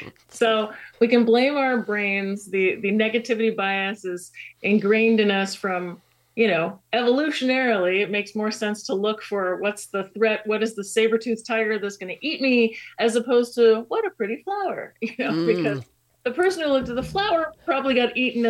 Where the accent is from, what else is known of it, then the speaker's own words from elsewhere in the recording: California, United States; born there; I was born in California